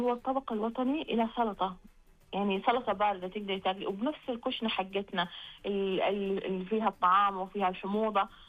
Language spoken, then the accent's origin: Arabic; Saudi Arabia; احنا كشعب سعودي